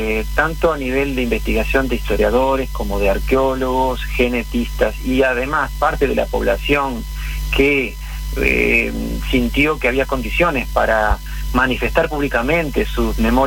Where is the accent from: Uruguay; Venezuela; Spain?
Uruguay; reivindica y siente orgullo y forma parte en realidad de la diversidad de nuestra identidad cultural como uruguayos.